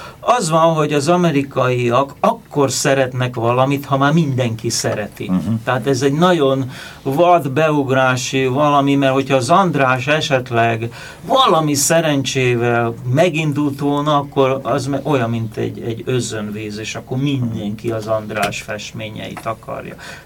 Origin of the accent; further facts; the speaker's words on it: Hungary; now in United States; Tehát kérdés az volt, hogy én elvágtam-e a gyökereket, és én már csak amerikai vagyok. Hát természetesen nem